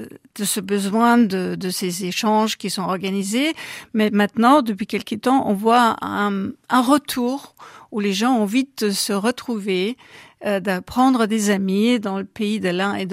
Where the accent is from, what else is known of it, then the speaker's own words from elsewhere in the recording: Bavaria, Germany; Alors, moi, je suis de la Bavière. Je suis née dans une petite bourgade à 15 km de Munich, donc très bavarois, évidemment.